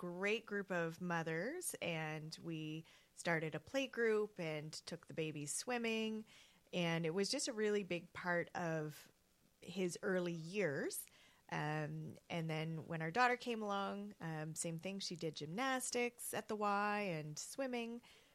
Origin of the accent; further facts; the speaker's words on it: Fredericton, New Brunswick, Canada; And I grew up in Fredericton